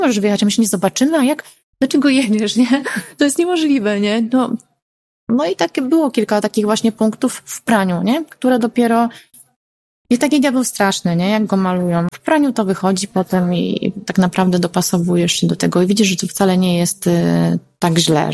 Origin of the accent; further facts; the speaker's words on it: Reda, Pomeranian Voivodeship, Poland; Ja też jestem z Gdyni, tak? Z Trójmiasta, właściwie z Redy, no, żeby sprecyzować, ale to jest koło Gdyni.